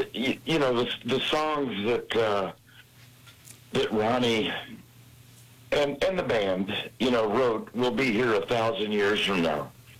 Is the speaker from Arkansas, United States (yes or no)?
no; Louisville, Kentucky, United States; born there; You know, I was born in Kentucky.